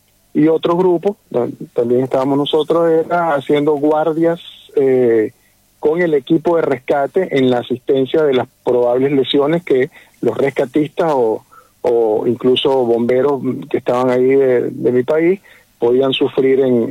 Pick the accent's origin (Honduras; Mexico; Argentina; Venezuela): Venezuela; moved away; mis mismos coterráneos que están padeciendo la situación allá